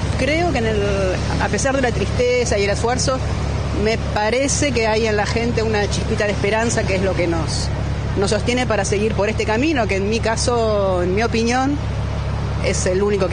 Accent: Buenos Aires, Argentina; Soy médica, acá de Caballito.

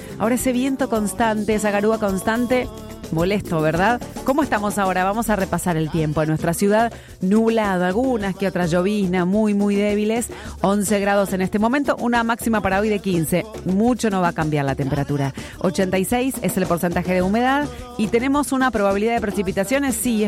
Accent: Chivilcoy, Buenos Aires Province, Argentina; como vos y yo, que somos de Chivilcoy.

